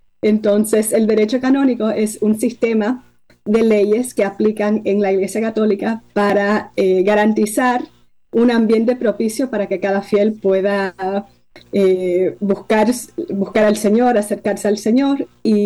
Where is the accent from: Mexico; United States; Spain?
United States; born there; realmente nací en Estados Unidos